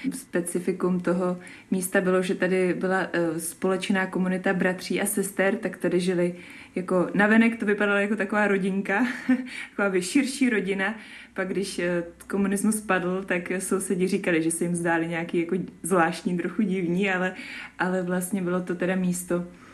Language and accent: Czech; Brno, South Moravian Region, Czechia; a pocházím od Brna, teď jsem zase v komunitě znova zpátky v Brně